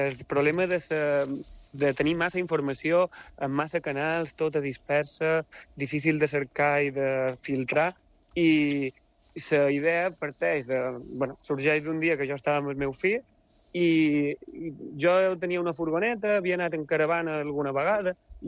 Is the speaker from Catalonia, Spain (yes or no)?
no; Menorca, Balearic Islands, Spain; now in Mallorca, Spain; Jo sóc de Menorca i és mig mallorquina, mig menorquina, tot i que jo sóc resident aquí a Mallorca de fa uns anys.